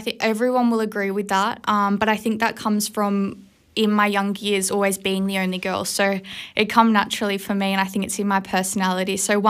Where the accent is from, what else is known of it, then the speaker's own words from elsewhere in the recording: Australia; moved away; being an Aussie